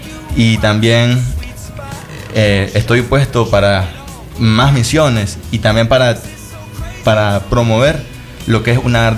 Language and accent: Spanish; Matagalpa, Nicaragua; yo también soy de Matagalpa, yo pertenezco a la Iglesia de la Fuente